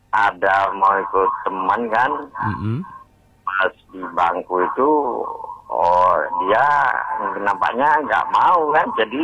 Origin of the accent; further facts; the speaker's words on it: Medan, North Sumatra, Indonesia; born there; now in Muara Bulian, Indonesia; saya memang lahir di Medan.